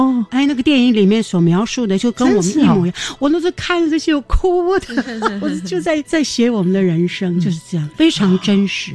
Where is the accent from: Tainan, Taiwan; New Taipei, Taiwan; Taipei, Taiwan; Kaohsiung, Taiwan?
Kaohsiung, Taiwan; 其实啊，我是台湾土生土长，很多观众朋友啊，或者是年轻的观众跟我交谈以后都以为我是来自大陆，其实我就生长在台湾的左营，从小我八岁就学戏了。